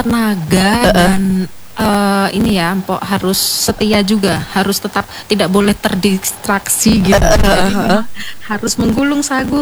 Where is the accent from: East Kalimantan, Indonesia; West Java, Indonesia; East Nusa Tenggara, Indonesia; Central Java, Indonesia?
Central Java, Indonesia; now in Manokwari, Indonesia; Saya malah dari Jawa Tengah.